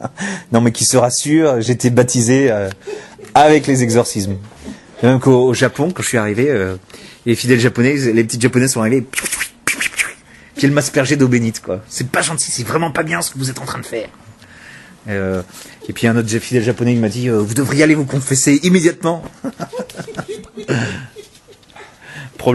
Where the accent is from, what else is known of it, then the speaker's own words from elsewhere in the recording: France; Oh, je suis français.